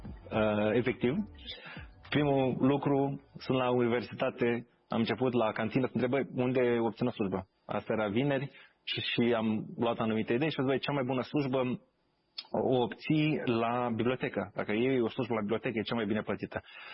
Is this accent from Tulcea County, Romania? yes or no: no; Târgu Bujor, Galați County, Romania; moved away as an adult; now in United States; M-am născut în Galați, dar am trăit până în clasa 8 la Târgu Bujor, care e și mai mic decât Galațiu, că 3.000 jumate de oameni. Și țin minte când m-am mutat în clasa 8, în clasa 8 am mutat la liceu în Galați.